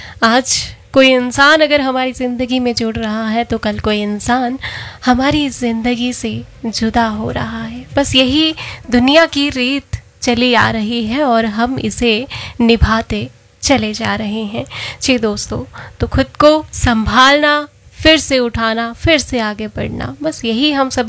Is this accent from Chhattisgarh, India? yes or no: no; Himachal Pradesh, India; तो दोस्तों, हम हिमाचल के रहने वाले हैं और हिमाचल की पहाड़ियाँ हमें जीवन देती हैं